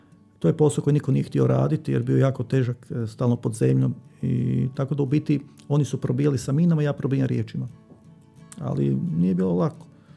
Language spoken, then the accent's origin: Croatian; Lika-Senj County, Croatia; Ja se pitam zašto, jer ja sam iz Like, tamo iz nekog sela, mislim, kako to, kako, zašto afiniteta.